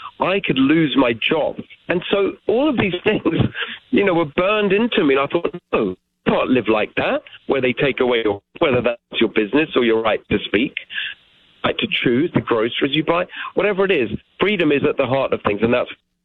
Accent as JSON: {"language": "English", "region": "England", "country": "United Kingdom", "tie": "born or raised there", "said": "I was born in England. They were refugees from communism and actually met in England, and I was born there and raised in England in a regular working-class home."}